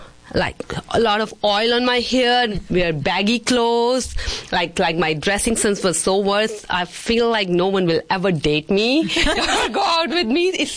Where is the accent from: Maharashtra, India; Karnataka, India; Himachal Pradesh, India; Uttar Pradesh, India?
Himachal Pradesh, India; Dalhousie; English is a second language; It's up in the foothill of Himalayas. Dalhousie. It's north part of the India, up mountains, and it's a very beautiful town, and they call it the mini Switzerland.